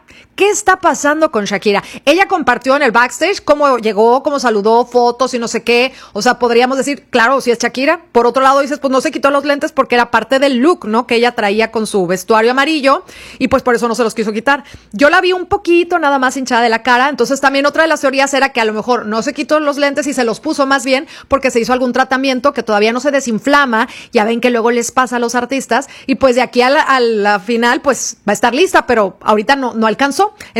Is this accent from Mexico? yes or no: yes; Mexico; porque soy mexicana, porque tenemos esta nacionalidad